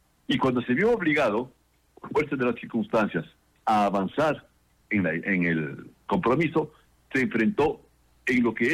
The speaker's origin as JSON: {"language": "Spanish", "country": "Ecuador", "moved": "yes", "lives_now": "Mexico"}